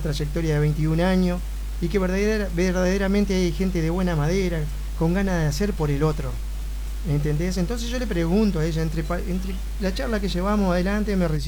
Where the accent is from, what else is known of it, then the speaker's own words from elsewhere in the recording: Concordia, Entre Ríos, Argentina; como concordiense y vecino de mi ciudad